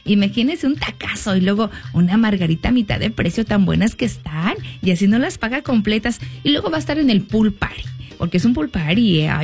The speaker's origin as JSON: {"language": "Spanish", "country": "Mexico", "moved": "yes", "said": "de nuestro México, sí, lindo y querido"}